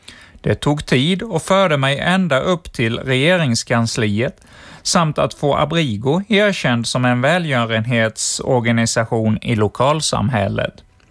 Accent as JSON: {"language": "Swedish", "country": "Brazil", "second_language": "Swedish", "said": "Jag som brasilianare borde vara van vid hettan, men under mina år i Sverige har jag börjat älska hösten."}